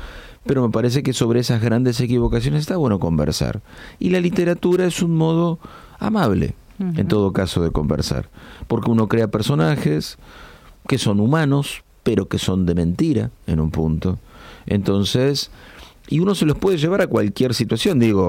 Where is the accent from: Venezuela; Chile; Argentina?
Argentina